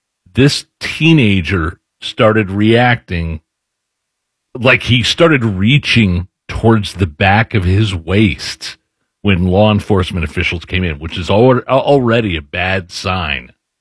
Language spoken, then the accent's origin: English; Indiana, United States; I grew up in Lisdon, Indiana.